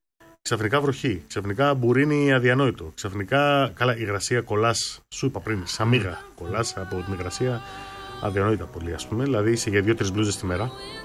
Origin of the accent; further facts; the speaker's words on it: Greece; Να σου πω κάτι άλλο από Νέα Υόρκη που ρωτούσαν όλοι από που είσαι και τα λοιπά και έλεγα Γκρίς.